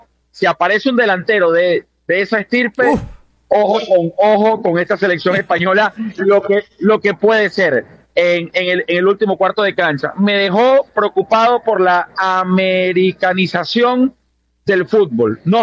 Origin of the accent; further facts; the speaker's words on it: Venezuela; por más que favorezca a Venezuela como venezolano, no avalo